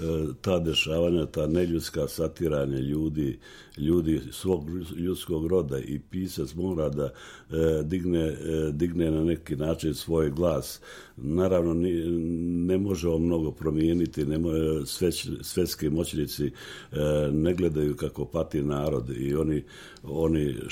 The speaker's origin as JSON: {"language": "Serbian", "town": "Berane", "region": "Berane Municipality", "country": "Montenegro", "tie": "born or raised there", "also_born_or_lived": "Vrbica / Petnica", "said": "život u Beranama, u mom rodnom kraju Vrbici, Petnici i u Crnoj Gori prije svega"}